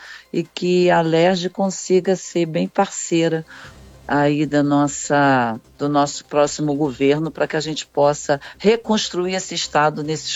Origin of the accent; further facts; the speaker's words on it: Maricá, Rio de Janeiro, Brazil; Eu sou de Maricá, mas tenho também residência em Arraial